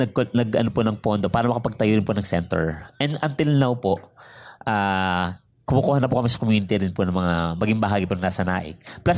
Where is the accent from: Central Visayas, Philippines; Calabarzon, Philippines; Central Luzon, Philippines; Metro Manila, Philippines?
Metro Manila, Philippines; Marikina; Hindi po, ako po ay taga-Marikina.